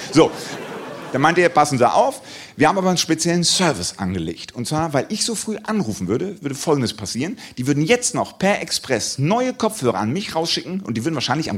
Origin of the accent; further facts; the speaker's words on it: Germany; für mich als Deutscher